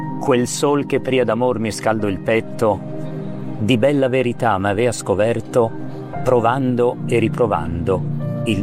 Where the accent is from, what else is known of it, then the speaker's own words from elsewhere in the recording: Milan, Lombardy, Italy; moved away as an adult; now in Trentino, Italy; Io sono nato a Milano nel 64. Cioè, ho vissuto tanti anni a Milano, fino a 29 anni, poi mi sono trasferito in Trentino.